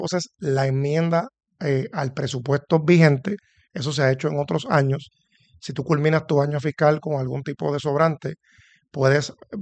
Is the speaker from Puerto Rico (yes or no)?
yes; Puerto Rico; como puertorriqueños y puertorriqueñas